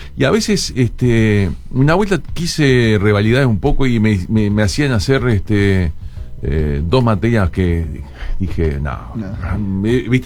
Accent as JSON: {"language": "Spanish", "town": "San José de Mayo", "region": "San José", "country": "Uruguay", "tie": "born or raised there", "also_born_or_lived": "Montevideo", "moved": "yes", "lives_now": "Maldonado, Uruguay", "said": "nací en San José, mis padres eran gente de campo, por supuesto que nací en la ciudad de San José, y estudié en San José los primeros años, y después me vine a Montevideo y llegué a Maldonado a los 17 años."}